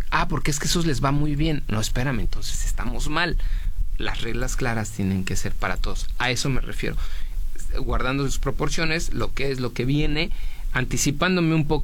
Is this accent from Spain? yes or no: no; Mexico; Y yo como mexicano también tengo un derecho sobre ellas